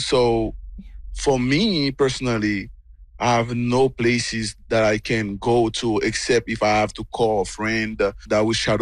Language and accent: English; Port-au-Prince, Ouest, Haiti; moved away as an adult; I was born in Port-au-Prince. My whole life was in Port-au-Prince. So I know nowhere else besides Port-au-Prince.